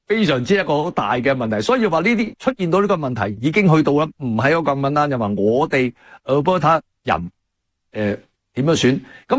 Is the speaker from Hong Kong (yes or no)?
no; Canada